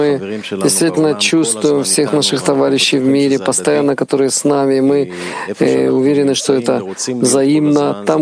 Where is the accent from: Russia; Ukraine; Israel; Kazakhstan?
Israel; Я из Израиля. 50 лет я в стране, и только даже знать, что и из Израиля тоже приезжают сюда стажеры, такие даже молодые, как я.